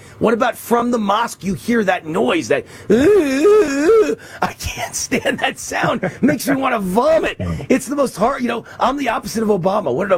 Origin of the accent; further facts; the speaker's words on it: New York City, New York, United States; When I grew up in New York City, everyone I knew was either white, black, Catholic, Jew, Italian, Irish, right?